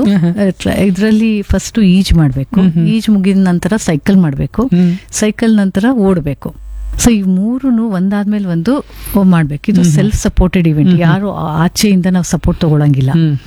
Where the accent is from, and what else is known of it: South India, India